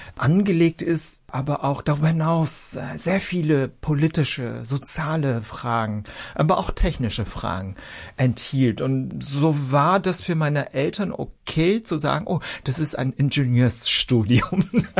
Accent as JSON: {"language": "German", "town": "Bonn", "region": "North Rhine-Westphalia", "country": "Germany", "tie": "born there", "also_born_or_lived": "Aachen", "said": "Ich bin in Bonn zur Schule gegangen."}